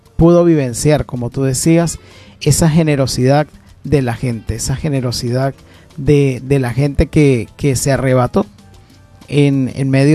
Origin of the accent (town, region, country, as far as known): Venezuela